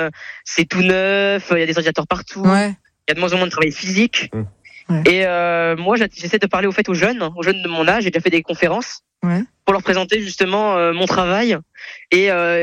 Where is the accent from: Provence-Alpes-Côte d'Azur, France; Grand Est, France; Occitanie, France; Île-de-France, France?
Île-de-France, France; Bougival